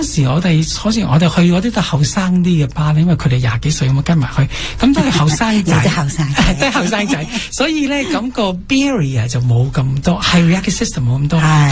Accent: Canada; 佢哋收入比我哋加拿大少好多

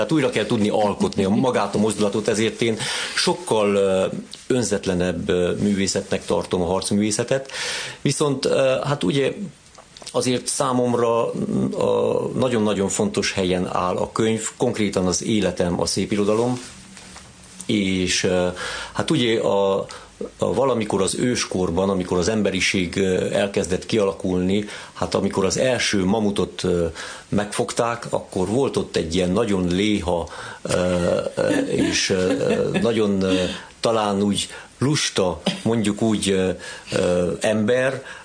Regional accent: Hungary; Ez számomra egy felhívás volt, hogy azért figyeljek oda arra, hogy én magyar vagyok, és pozitív értelemben próbáljak tenni a magyarságomért.

